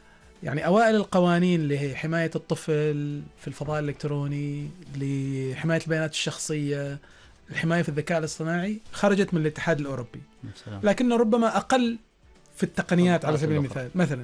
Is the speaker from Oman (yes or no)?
yes; Oman; عندنا في عمان